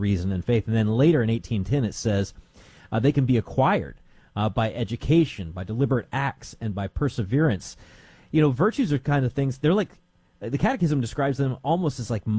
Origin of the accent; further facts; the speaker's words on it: the South, United States; I'm from the South, so I like the idea of men of grits as well.